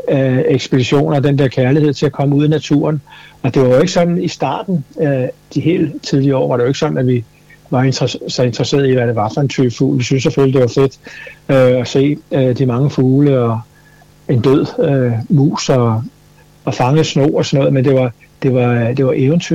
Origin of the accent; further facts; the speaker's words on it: Copenhagen, Capital Region of Denmark, Denmark; Jeg voksede op i Urbanplan. Vi kom ud fra Vesterbro, og jeg flyttede derud, da jeg var 4 år gammel